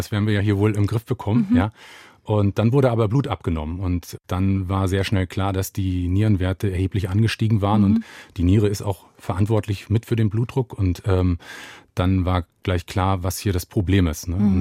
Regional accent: Mecklenburg-Vorpommern, Germany; born there; now in Brandenburg an der Havel, Germany; ich bin 44 Jahre alt, gebürtiger Mecklenburger, lebe in Brandenburg an der Havel

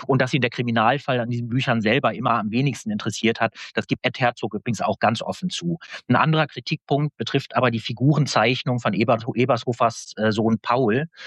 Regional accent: Northern Germany, Germany; born there; Naja, also ich sag mal so, ich bin eigentlich gebürtiges Nordlicht, bin aber bis jetzt immer noch ganz gut mitgekommen.

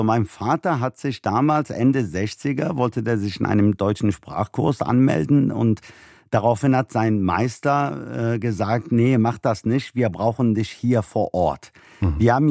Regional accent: Cologne, North Rhine-Westphalia, Germany; meine Geschichte beginnt in Köln-Mühlheim in einer Arbeiterfamilie mit türkischer Migrationsgeschichte.

